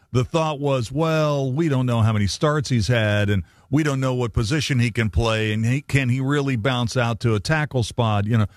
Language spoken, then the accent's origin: English; Ravenswood, West Virginia, United States; I've felt this way about them since growing up in Ravenswood and dealing with my classmates who cheered for them.